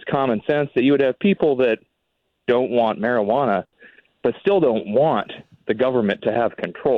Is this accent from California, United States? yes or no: no; Oregon, United States; Well, that's great because I'm originally from Oregon.